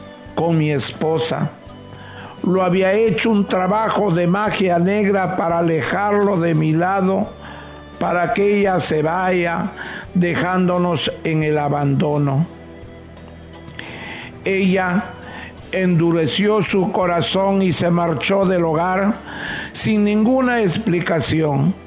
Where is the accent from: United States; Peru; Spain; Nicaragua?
Peru; Salalá, Piura; Cuando vayas algún día a Huancabamba, pregunta dónde queda Salalá. Cuando vayas a mi pueblo, un pueblo muy, muy humilde, pero con grandes conocimientos